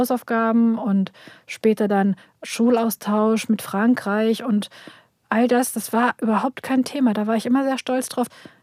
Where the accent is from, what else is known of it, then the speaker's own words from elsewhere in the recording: Germany; ja, I'm from Germany, but my parents are Turkish.